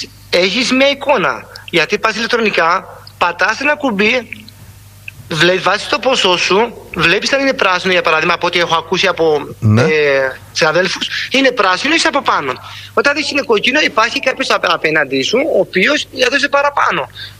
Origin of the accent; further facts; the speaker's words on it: Stegna, South Aegean, Greece; Με τον μπαμπά μεγάλωσα στα Στεγνά.